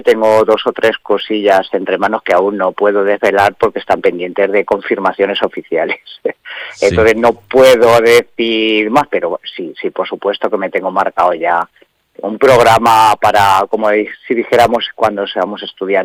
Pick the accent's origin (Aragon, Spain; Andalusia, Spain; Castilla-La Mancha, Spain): Castilla-La Mancha, Spain; Tomelloso